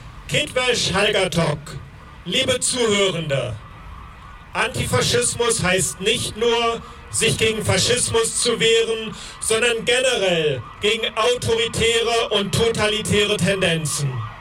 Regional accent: Germany; Ich schäme mich als Deutscher dafür

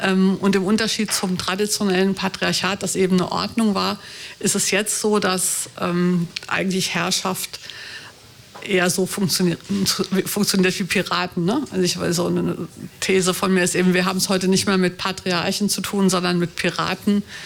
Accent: Frankfurt, Hesse, Germany

